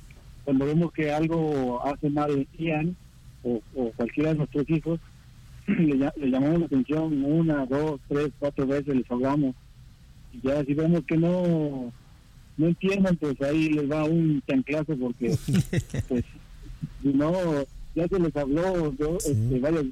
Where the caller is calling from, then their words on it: Atlixco, Puebla, Mexico; de aquí de Atlixco